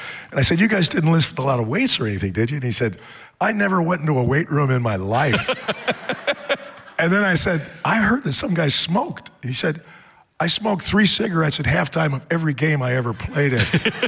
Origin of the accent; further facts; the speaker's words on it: Washington, District of Columbia, United States; born there; because he was a newspaper reporter when I was born in Washington.